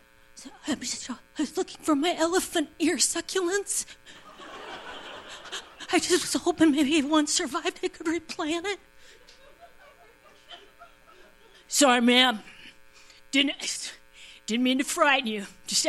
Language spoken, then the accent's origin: English; Duluth, Minnesota, United States; I'm from Duluth. Whoa. Have you guys been to Duluth? All right. No. I love Duluth so much.